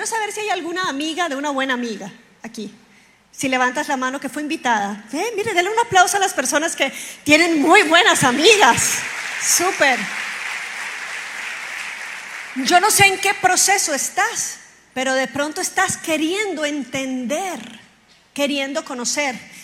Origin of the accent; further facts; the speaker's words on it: Colombia; uno piensa, como colombiano, uno piensa, quién sabe cuánto le cobraron a esos por la bicicleta